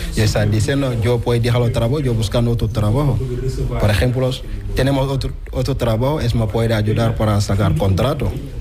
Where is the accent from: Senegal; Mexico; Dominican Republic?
Senegal; Spanish is a second language; now in Spain